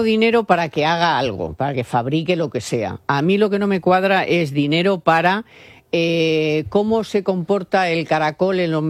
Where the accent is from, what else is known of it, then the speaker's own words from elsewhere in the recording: Miraflores de la Sierra, Community of Madrid, Spain; la plaza de mi pueblo, claro, sí, de Miraflores de la Sierra, todos ahí apoyando la selección.